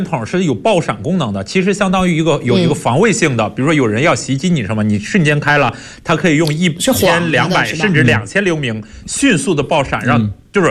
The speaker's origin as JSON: {"language": "Chinese", "country": "China", "said": "我们中国人勤俭节约的那个心理负担也没那么重了"}